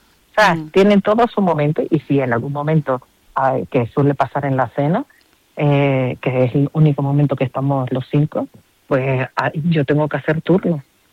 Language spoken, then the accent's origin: Spanish; Canary Islands, Spain; Y yo, como buena canaria